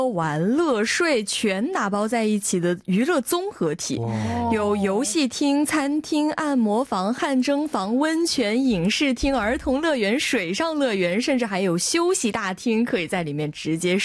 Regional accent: southern China, China; 我说我是南方人

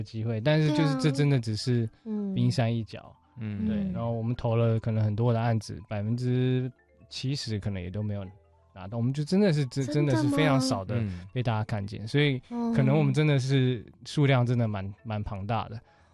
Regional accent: Yilan County, Taiwan; 在我们的家乡宜兰演艺厅

